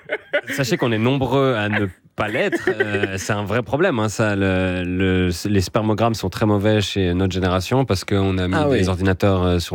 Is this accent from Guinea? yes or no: no; Switzerland